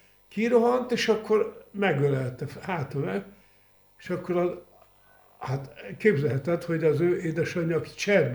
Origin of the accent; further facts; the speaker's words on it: Budapest, Hungary; Az édesapám, édesanyám, meg a 6 kerületben a Liget mellett töltöttem az időmet.